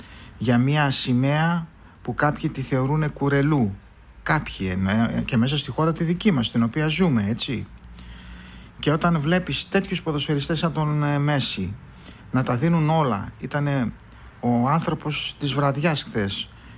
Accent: Greece; σαν φίλαθλος του ΠΑΟΚ και σαν Έλληνας που αγαπά την πατρίδα

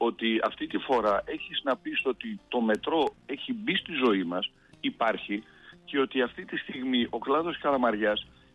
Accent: Thessaloniki, Central Macedonia, Greece; το λέω πάνω απ' όλα ως Βορειοελλαδίτης, ως Θεσσαλονικιός

